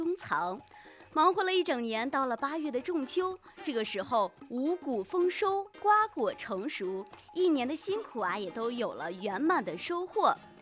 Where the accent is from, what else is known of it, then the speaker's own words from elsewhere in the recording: China; 我们中国人